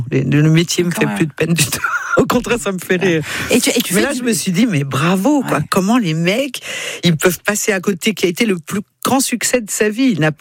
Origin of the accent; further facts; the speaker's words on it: France; Je lui ai dit oui, je suis française.